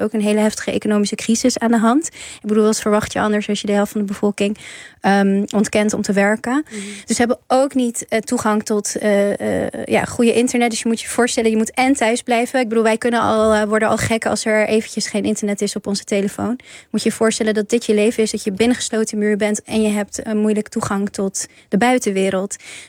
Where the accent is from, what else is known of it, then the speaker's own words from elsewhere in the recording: Afghanistan; Niet alleen als Afghanen